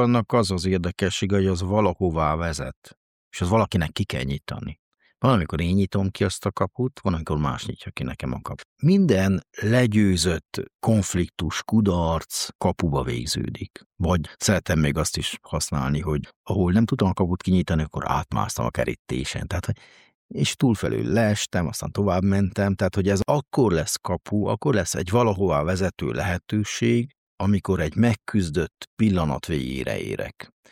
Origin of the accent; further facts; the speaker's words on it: Székely Land, Romania; A rendtartó székelyfaluba születtem, ebből adódóan a magamba szívtam a környezetből a hitet